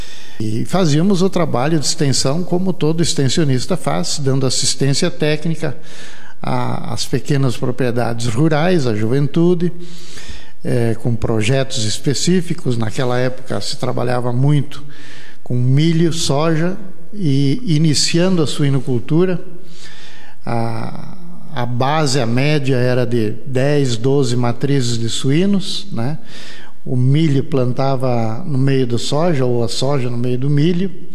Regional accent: Piratuba, Santa Catarina, Brazil; born there; moved away as an adult; now in São José do Cedro, Brazil; Eu nasci em Piratuba, Santa Catarina, né, na região perto de Joaçaba. É uma cidade turística, né

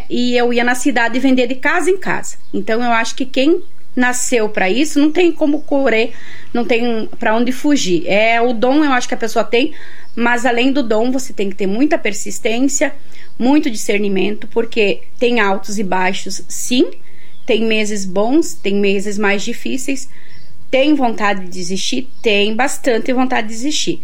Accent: São José do Cedro, Santa Catarina, Brazil; moved away; also born or lived in Rio de Janeiro; eu saí de São José do Cedro em 2001, quando fui para o Rio de Janeiro trabalhar.

